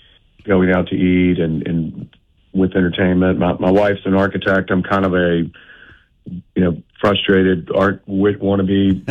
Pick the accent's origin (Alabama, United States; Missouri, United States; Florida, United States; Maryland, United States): Alabama, United States; Birmingham; born or raised there